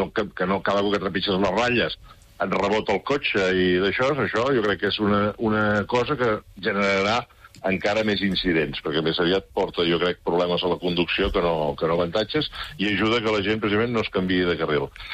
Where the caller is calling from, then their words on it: Girona, Catalonia, Spain; soc de Girona.